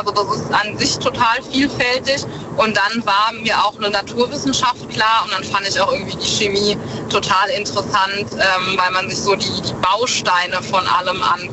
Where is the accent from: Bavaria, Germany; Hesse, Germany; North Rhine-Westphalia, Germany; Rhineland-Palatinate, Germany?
Rhineland-Palatinate, Germany; Osann-Monzel; Hi, aus Osernmunzel an der Mosel bei Trier.